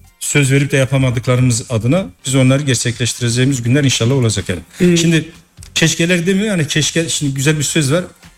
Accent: Kars, Turkey; moved away as an adult; also born or lived in Netherlands; Ama ben Kars doğumluyum. 18 yaşıma kadar Kars'ta amatör, Kars Adalet Gücü.

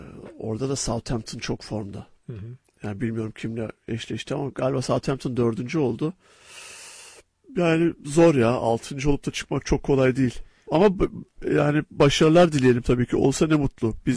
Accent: Ankara, Turkey; Yani kusura bakmasın, ben de Ankaralıyım ama Keçiören deplasmanı diye bir deplasman yok yani.

